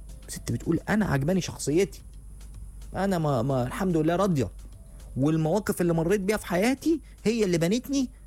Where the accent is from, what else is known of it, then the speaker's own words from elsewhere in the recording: Cairo, Cairo Governorate, Egypt; وانا من القاهره مش من اسكندريه.